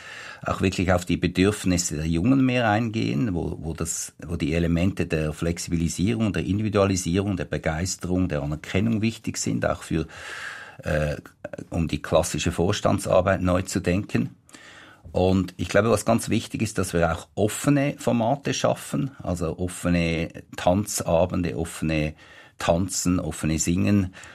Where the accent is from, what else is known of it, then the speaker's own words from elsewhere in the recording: Switzerland; Wachsen wir ja als Bevölkerung, als Schweizer Bevölkerung fast nicht mehr.